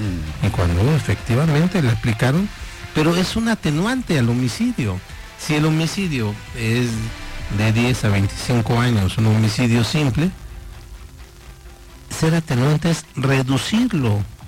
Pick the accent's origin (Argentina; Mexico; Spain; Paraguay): Mexico